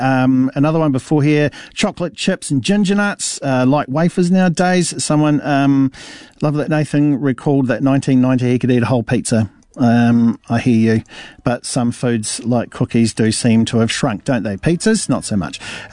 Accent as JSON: {"language": "English", "town": "Hastings", "region": "Hawke's Bay", "country": "New Zealand", "tie": "born or raised there", "also_born_or_lived": "Wellington", "said": "I was born in Wellington, but I grew up in Hastings"}